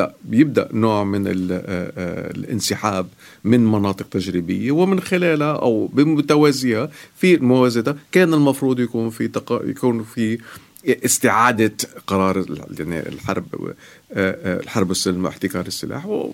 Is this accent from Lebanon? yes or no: yes; Lebanon; كلبنانيين